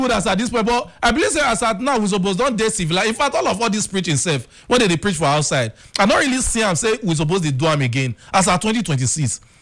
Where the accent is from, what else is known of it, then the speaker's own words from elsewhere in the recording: Ghana; I come from Ghana.